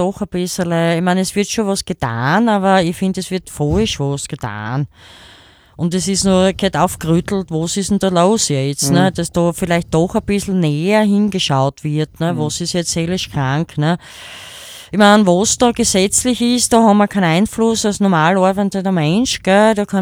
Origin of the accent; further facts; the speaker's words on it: Wolfsberg, Carinthia, Austria; born there; ich bin halt ein Kärntner, ne, in Wolfsberg geboren.